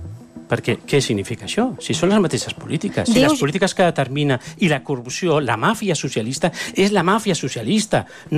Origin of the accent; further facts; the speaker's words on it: Catalonia, Spain; perquè jo soc català, dono una miqueta d'envegeta